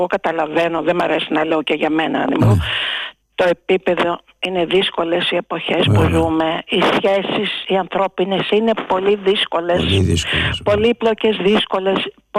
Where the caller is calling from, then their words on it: Porto Rafti, Attica, Greece; Είμαι από το Πορτοράφτη